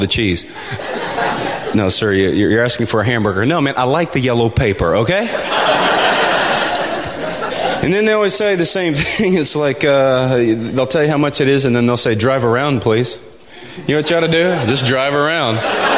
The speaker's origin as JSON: {"language": "English", "town": "Nashville", "region": "Tennessee", "country": "United States"}